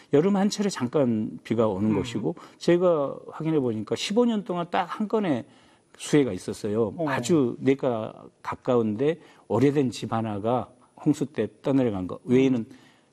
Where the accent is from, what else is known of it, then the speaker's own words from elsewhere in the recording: Bogildo island, Wando, South Jeolla, South Korea; moved away; 그때는 이제 제 고향인 섬으로 갔었죠.